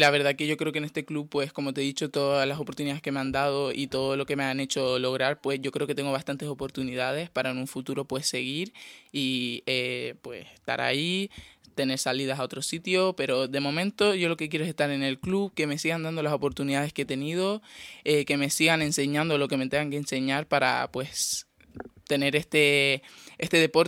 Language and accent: Spanish; Teror, Canary Islands, Spain; representar a mi pueblo, Teror.